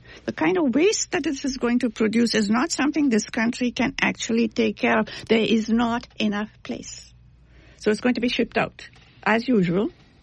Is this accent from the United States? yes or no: no; India; moved away; I'm originally from India